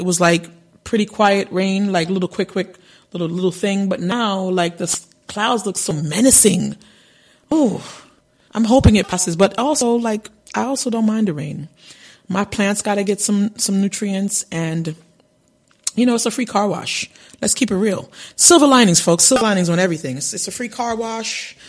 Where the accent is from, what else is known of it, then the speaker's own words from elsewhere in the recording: Jamaica; I am a Jamaican